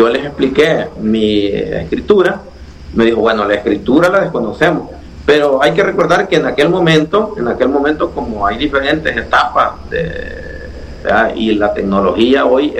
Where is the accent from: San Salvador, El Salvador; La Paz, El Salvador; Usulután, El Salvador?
Usulután, El Salvador; Jucuapa; born there; Luego en la Saúl Flores de Jucuapa, luego estudié en el bachillerato un general.